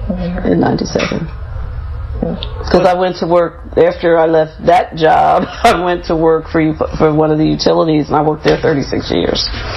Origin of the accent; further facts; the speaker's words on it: Philadelphia, Pennsylvania, United States; I grew up in West Philadelphia, in the Copps Creek area, with my parents and my sister. And I attended Masterman and Girls High.